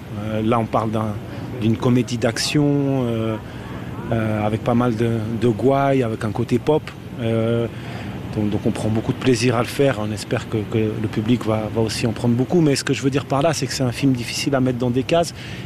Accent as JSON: {"language": "French", "region": "Vaud", "country": "Switzerland", "said": "moi, je suis vaudois. Et par conséquent, ma façon d'approcher, de regarder, de travailler avec les gens est éminemment suisse."}